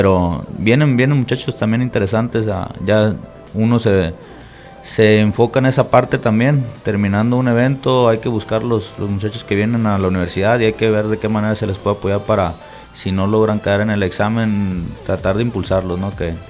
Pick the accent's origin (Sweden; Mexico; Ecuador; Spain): Mexico; Peñas; also born or lived in Tuxpan; Somos de Peñas.